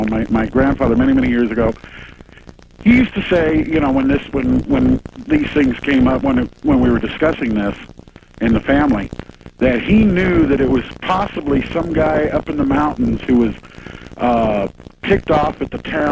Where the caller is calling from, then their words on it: Chico, California, United States; Yes, I'm calling from Chico, California.